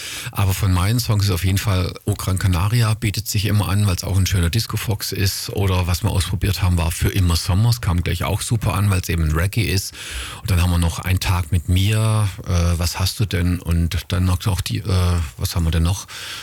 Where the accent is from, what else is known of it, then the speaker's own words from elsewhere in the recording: Esslingen, Baden-Württemberg, Germany; born there; Und ich freue mich auf Esslingen, weil das ist ja auch meine Geburtsstadt.